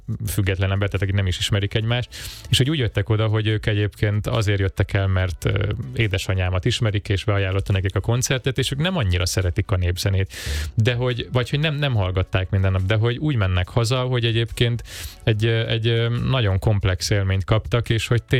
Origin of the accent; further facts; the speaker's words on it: Zala, Hungary; egy zalai faluból származom, ahol nagyon, nagyon elfogadó közegben és szoros közösségben nőttem fel, aztán elkerültem a városba